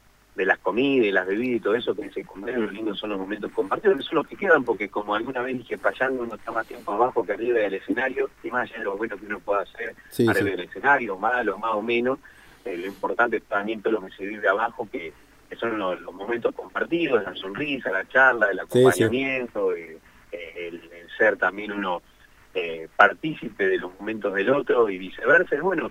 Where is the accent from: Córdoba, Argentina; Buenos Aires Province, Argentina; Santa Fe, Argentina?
Buenos Aires Province, Argentina; Dolores; born there; quisiera invitar aquí al pueblo donde nací este viernes en Dolores